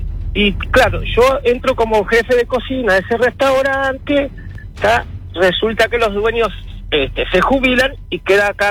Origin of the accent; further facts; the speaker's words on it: Uruguay; yo soy morochito, viste, soy uruguayo morochito.